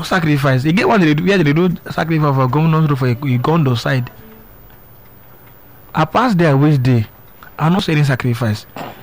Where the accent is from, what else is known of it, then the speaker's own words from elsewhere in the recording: Port Harcourt, Rivers, Nigeria; moved away; I'm from River State, Port Harcourt.